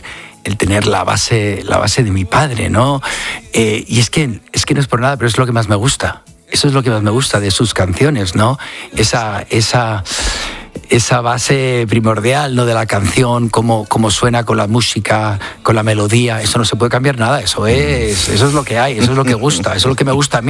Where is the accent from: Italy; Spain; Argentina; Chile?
Spain; first language Spanish; moved away; para aquí, para mi país